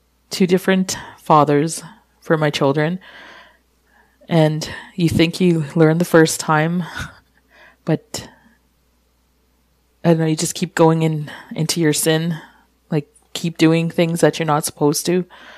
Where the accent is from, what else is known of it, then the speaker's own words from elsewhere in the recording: Kikino, Alberta, Canada; I grew up here in Kikino with my parents and two brothers and three sisters.